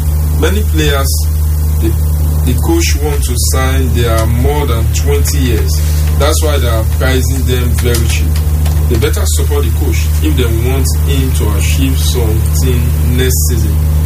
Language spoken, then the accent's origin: English; Benin; from Benin.